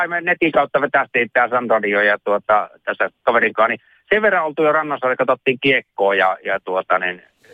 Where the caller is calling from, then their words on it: Savonia, Finland; minä olen itse Savosta